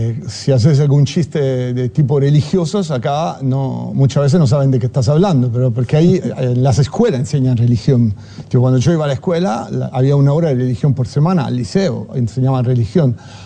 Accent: Rome, Lazio, Italy; moved away as an adult; now in Uruguay; Yo nací en Roma

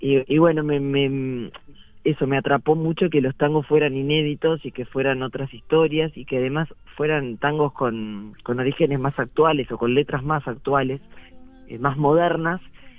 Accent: Montevideo, Uruguay; now in Minas, Uruguay; yo soy de Montevideo, nací en Sayago, pero vivo en Minas hace ya casi 17 años que me vine.

